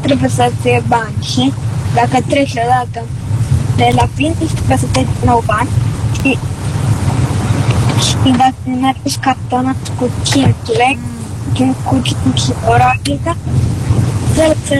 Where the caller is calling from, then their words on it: Cluj-Napoca, Cluj County, Romania; din Cluj-Napoca, am 6 ani